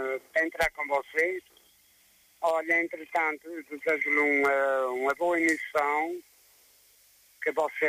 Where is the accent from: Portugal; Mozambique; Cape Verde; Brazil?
Portugal; Norte; a senhora Rosa Vieira, o Manuel Vieira, que são da minha terra, Castelo Neira